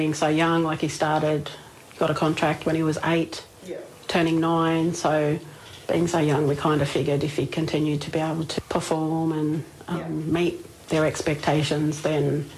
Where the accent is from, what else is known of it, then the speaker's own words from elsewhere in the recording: Peak Hill, New South Wales, Australia; moved away as an adult; now in Dubbo, Australia; I'm a Wiradjuri woman from a little town, Peakill, New South Wales, but we've relocated to Dubbo, which is only like 45 minutes from home, so still living on country and still surrounded by our mob.